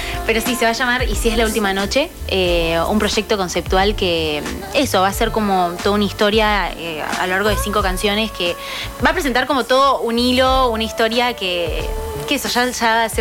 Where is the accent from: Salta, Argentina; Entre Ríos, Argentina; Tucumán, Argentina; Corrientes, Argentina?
Tucumán, Argentina; now in Buenos Aires, Argentina; yo que, imagínate, que vengo de Tucumán, que es muy chiquito, que hay mucha cultura, hay mucha arte.